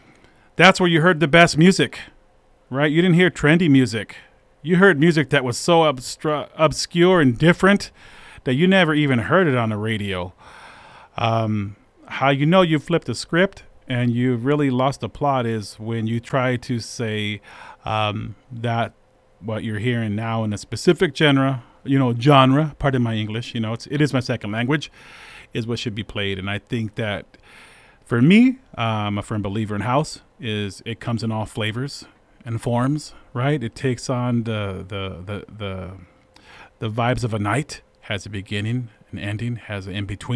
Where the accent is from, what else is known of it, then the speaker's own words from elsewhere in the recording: San Jose, California, United States; growing up in San Jose back in the day